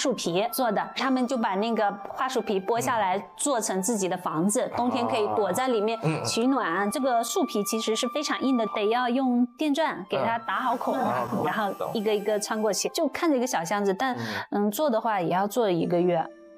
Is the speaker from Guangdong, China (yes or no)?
no; Wenzhou, Zhejiang, China; 我的老家温州廖发墓是一个国家级非遗